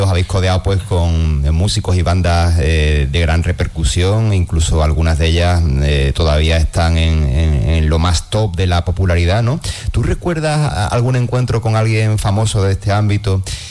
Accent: Zaragoza, Aragon, Spain; Somos de Zaragoza, mis primos no, son de Zaragoza, anda ya, son de la isla

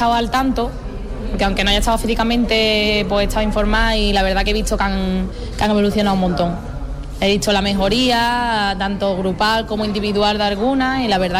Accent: Ubrique, Andalusia, Spain; No, sí, soy de Ubrique también.

